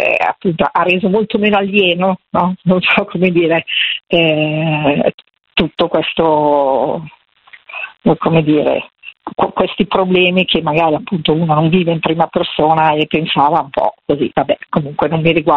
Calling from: Milan, Lombardy, Italy; sono di Milano

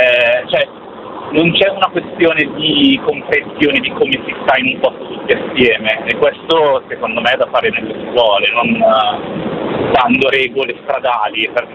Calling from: Monza, Lombardy, Italy; di Monza.

